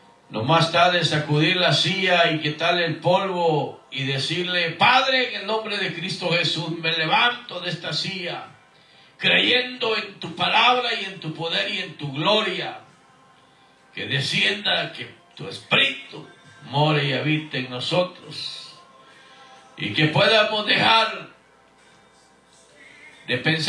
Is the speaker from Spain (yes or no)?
no; Guatemala; moved away as an adult; now in Houston, United States; Guatemala, mi tierra natal. … nacido en Guatemala, viviendo aquí en USA, en Estados Unidos, en Houston, Texas, por ya vamos a los 30 años